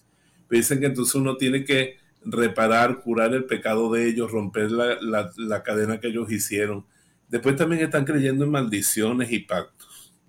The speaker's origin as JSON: {"language": "Spanish", "country": "Venezuela", "said": "en Venezuela curucutear es un verbo que inventamos nosotros"}